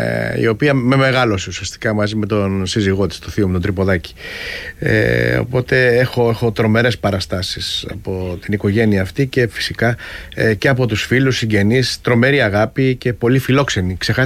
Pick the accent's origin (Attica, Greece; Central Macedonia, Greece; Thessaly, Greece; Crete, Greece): Crete, Greece; Chania; Εγώ είμαι Χανιώτης